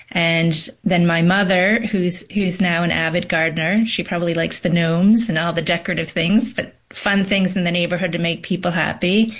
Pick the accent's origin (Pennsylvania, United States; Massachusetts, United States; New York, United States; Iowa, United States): Massachusetts, United States; Beverly; I grew up in Beverly, Massachusetts, which is on the North Shore of Massachusetts, north of Boston.